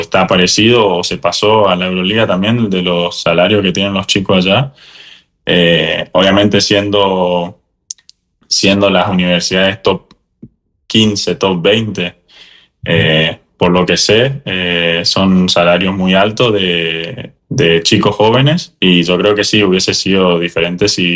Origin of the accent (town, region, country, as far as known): Argentina; born or raised there; also born or lived in United States; now in Spain